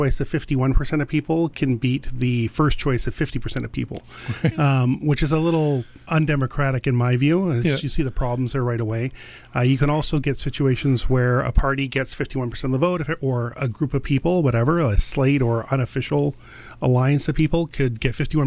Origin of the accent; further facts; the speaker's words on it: Delta, British Columbia, Canada; my hometown of Delta